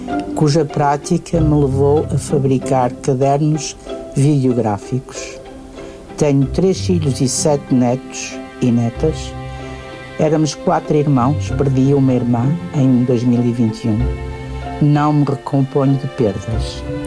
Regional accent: Porto, Norte, Portugal; born there; Nasci e moro no Porto.

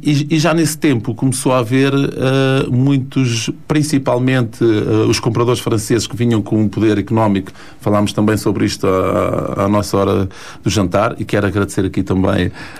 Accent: Mafra, Lisbon, Portugal; also born or lived in Torres Vedras; eu sou natural do Barril, que é do concelho de Mafra, fica a cerca de 15 a 6 quilómetros daqui.

